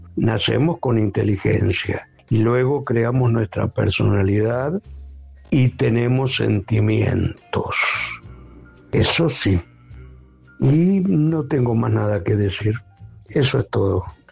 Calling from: Santa Fe, Argentina; de Santa Fe.

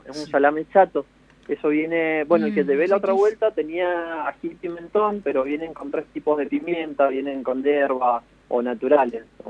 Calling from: Mendoza, Argentina

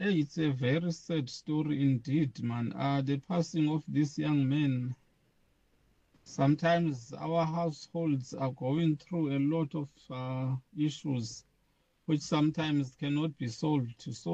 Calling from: South Africa; all of us as a South African soccer fans.

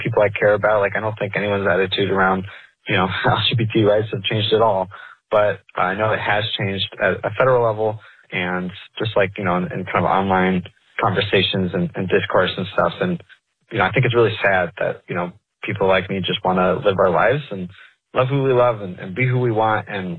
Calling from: Chicago, Illinois, United States; I'm calling from Chicago.

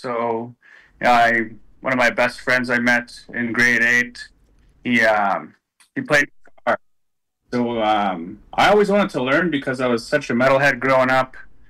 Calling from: Stanley Mission, Saskatchewan, Canada; I'm calling from Stanley Mission, Saskatchewan. It's an hour north of my hometown.

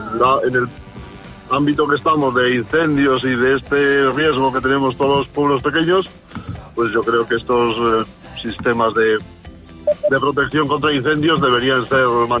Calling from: Sancedo, Castile and León, Spain; yo soy de Ocero, del municipio de Sancedo.

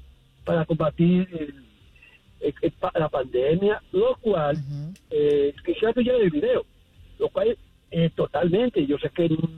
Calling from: Queens, New York, United States; Queens, New York.

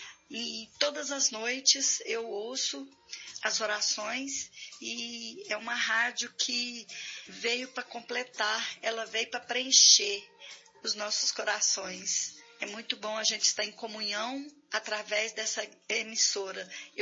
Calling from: Uberlândia, Minas Gerais, Brazil; Eu moro na cidade de Uberlândia, Minas Gerais.

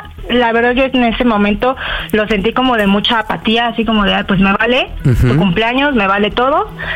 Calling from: State of Mexico, Mexico; Yo tengo 31 años y bueno, soy del Estado de México.

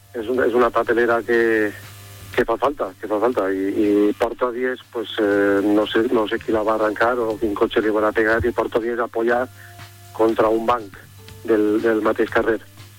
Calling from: Gandia, Valencian Community, Spain; sóc un veí de Gandia, tinc un negoci en Duque de Carlos de Borja número 26

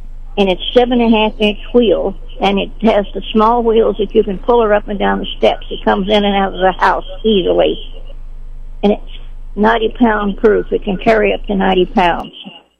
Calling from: Sedalia, Missouri, United States; I'm calling from Sedalia.

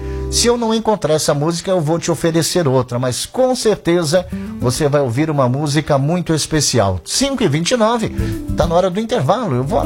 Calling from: Bagé, Rio Grande do Sul, Brazil; Oi, Cacá, boa tarde. Eu sou de Bagé, Rio Grande do Sul. … quero ouvir a música

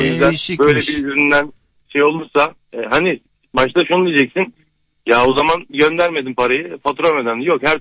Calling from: Istanbul, Turkey; İstanbul'da arıyorum

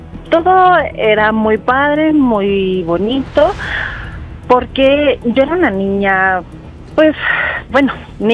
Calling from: Mexico City, Mexico; soy de Ciudad de México y tengo 36 años.

